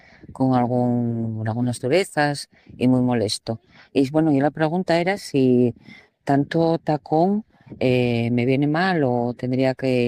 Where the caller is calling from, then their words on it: Gijón, Asturias, Spain; de Gijón.